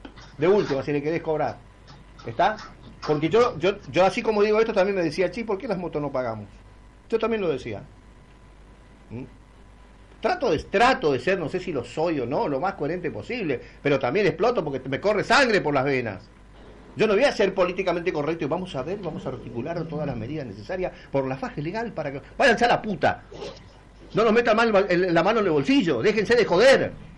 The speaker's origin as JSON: {"language": "Spanish", "country": "Argentina", "said": "somos argentinos"}